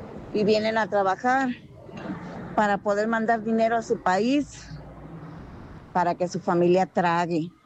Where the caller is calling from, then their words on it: Mexico; en mi país, mi hermoso México